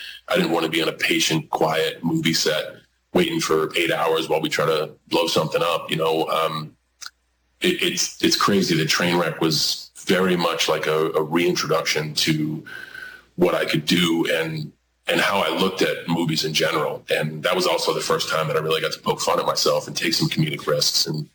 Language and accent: English; New England, United States; We're all from New England.